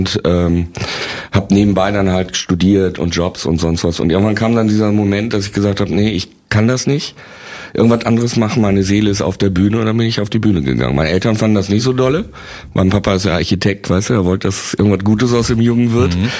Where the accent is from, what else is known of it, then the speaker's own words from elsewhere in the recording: Bielefeld, North Rhine-Westphalia, Germany; Ich bin ja Bielefelder und da kennt, wenn du natürlich Lokalmatador bist, die kannten mich ja auch alle schon vor Star Search, ja.